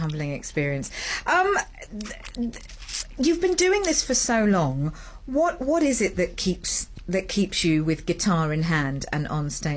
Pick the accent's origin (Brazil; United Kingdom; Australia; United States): United Kingdom; I grew up in the UK